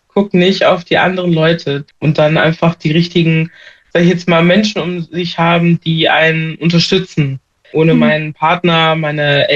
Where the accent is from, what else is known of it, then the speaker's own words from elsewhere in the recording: Bonn, North Rhine-Westphalia, Germany; bin gebürtige Bonnerin oder Bad Godesberg, sage ich immer gerne dazu. und bin 32 Jahre alt und bin Künstlerin aus Bonn.